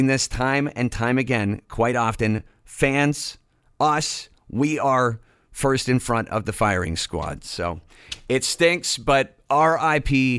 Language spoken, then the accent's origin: English; Canada